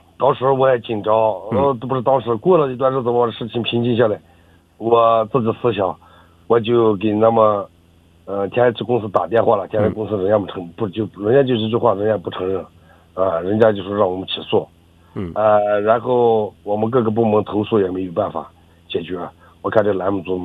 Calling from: Aksu, Xinjiang, China; 我们是阿克苏，新疆阿克苏市的

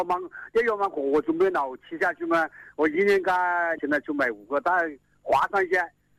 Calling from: Xinjiang, China; 新疆的。

